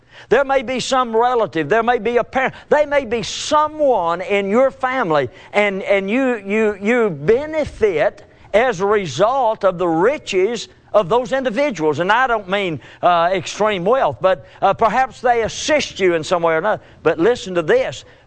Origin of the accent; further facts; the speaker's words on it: Chattanooga, Tennessee, United States; I was, of course, growing up in Chattanooga, Tennessee